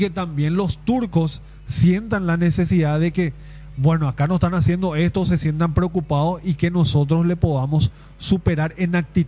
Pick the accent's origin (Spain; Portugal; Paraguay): Paraguay